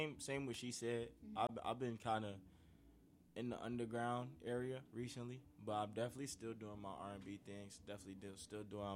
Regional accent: Maywood, Illinois, United States; I'm from Chicago, the West Side, from Maywood

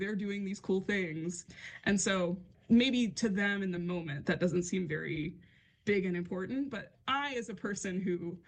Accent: Indiana, United States; I grew up in Indiana

